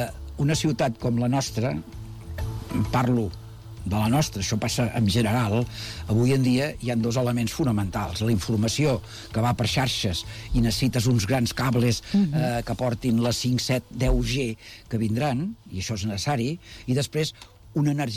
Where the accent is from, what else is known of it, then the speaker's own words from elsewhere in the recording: Badalona, Catalonia, Spain; com a badaloní